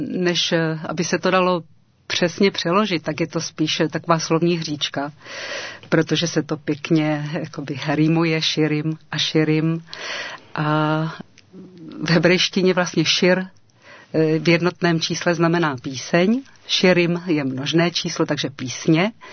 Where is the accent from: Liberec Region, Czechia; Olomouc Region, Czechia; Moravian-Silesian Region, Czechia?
Moravian-Silesian Region, Czechia; Krnov; now in Prague, Czechia; Původně jsem z Krnova, z severní Moravy.